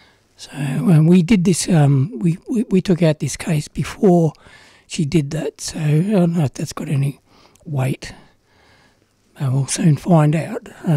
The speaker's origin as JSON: {"language": "English", "country": "Australia"}